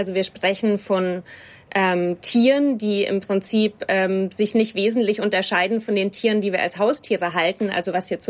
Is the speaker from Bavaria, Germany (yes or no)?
yes; Bavaria, Germany; Ich bin in Bayern aufgewachsen. Ich bin mit all diesen Dingen groß geworden.